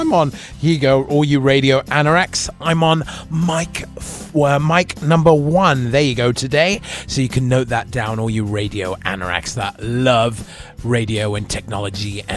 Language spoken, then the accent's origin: English; England, United Kingdom; now in United States; I'm from England